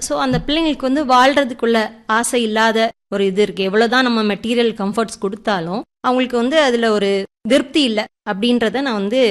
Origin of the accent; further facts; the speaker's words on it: Santhapuram, Tamil Nadu, India; also born or lived in Chennai; என்னோட சொந்த ஊர் வந்து சாந்தபுரம், ஆசாரி பள்ளத்துல இருந்து ஒரு 4 கிலோமீட்டர்ஸ்குள்ள இருக்குது. ஸ்கூலிங்லாம் நான் ஊர்ல தான் படிச்சேன், பிரைமரி இதெல்லாம்.